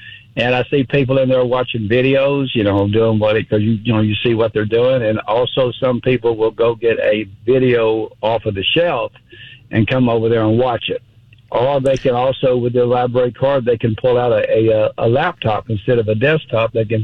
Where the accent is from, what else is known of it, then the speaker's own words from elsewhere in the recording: Texas, United States; I'm a visitor from Texas, but I listen to you regularly.